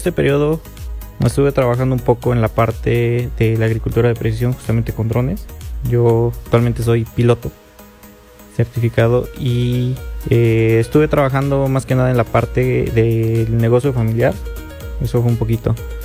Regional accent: Chignahuapan, Puebla, Mexico; Soy de Chignahuapan, Puebla

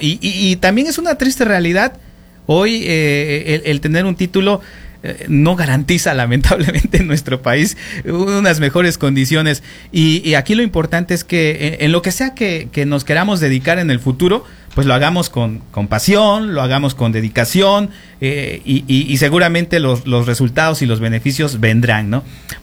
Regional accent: Mexico

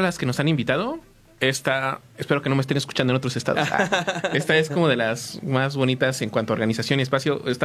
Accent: Iztapalapa, Mexico City, Mexico; Yo de Iztapalapa.

